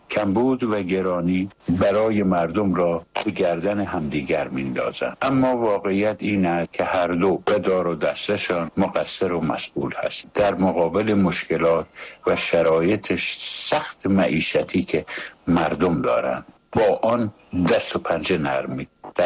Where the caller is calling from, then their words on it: Shiraz, Fars, Iran; از شیراز هستم.